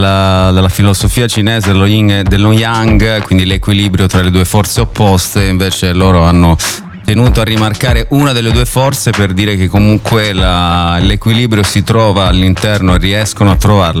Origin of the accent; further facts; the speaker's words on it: Lamezia Terme, Calabria, Italy; il 12 agosto alla Lamezia Terme al Color Fest nella mia terra.